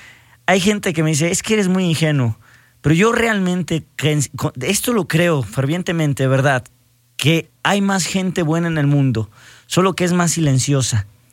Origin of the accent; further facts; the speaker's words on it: Mexico; aprecio mucho ser mexicano y haber nacido con esta sangre que le echa ganas, que no se raja.